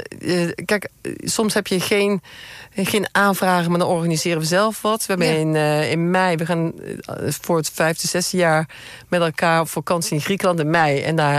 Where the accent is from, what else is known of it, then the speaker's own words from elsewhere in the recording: Angerlo, Gelderland, Netherlands; Nee, ik kom uit Angerlo, bij Doesburg.